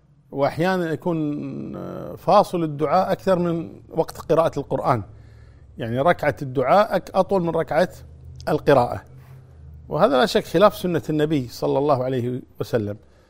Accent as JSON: {"language": "Arabic", "country": "Kuwait", "said": "إذا وأظن الحمد لله عندنا في الكويت يعني الوزارة يعني مهيئة لهذا، وزارة الأوقاف مهيئة لهذا الأمر"}